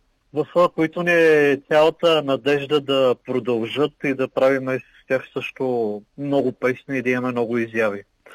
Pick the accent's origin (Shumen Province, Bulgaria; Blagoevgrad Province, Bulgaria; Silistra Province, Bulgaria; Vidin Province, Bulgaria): Blagoevgrad Province, Bulgaria; Blagoevgrad; аз като техния ръководител съм от Благоевград